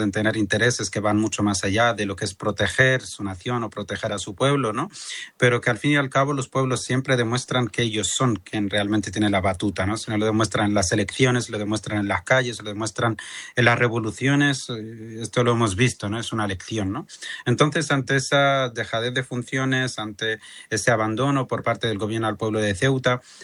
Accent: Western Sahara; vengo del Sáhara, tengo la cara que tengo

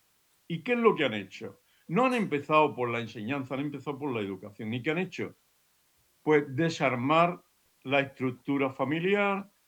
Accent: Spain; España somos los españoles.

